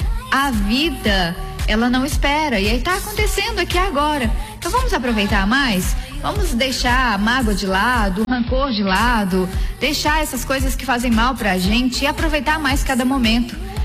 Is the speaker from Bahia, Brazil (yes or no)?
yes; Caculé, Bahia, Brazil; pro pessoal de Caculé, minha terra querida.